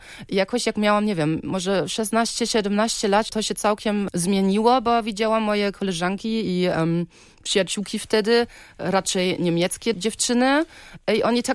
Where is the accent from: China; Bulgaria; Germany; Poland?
Germany; born there; Polish is a second language